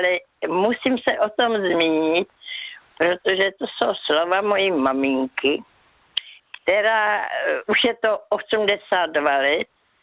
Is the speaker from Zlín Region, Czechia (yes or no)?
no; Brno, South Moravian Region, Czechia; Já jsem byla z Brna